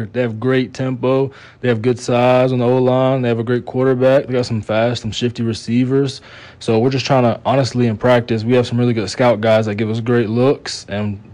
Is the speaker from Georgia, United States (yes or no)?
yes; Jefferson, Georgia, United States; growing up in the Jefferson area. It's not too far from Kennesaw.